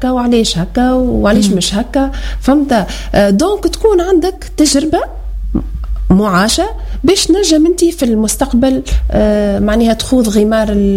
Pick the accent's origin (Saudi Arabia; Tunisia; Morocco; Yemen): Tunisia